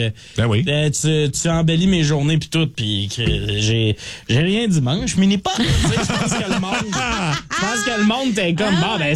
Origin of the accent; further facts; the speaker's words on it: Quebec, Canada; Je suis québécois. Rien à chier du Canada à ce soir.